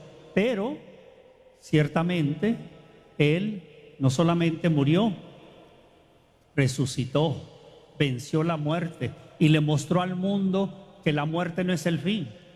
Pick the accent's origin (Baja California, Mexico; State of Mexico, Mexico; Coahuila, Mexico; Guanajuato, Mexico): Baja California, Mexico; Tijuana; yo soy de Tijuana, nací en Tijuana.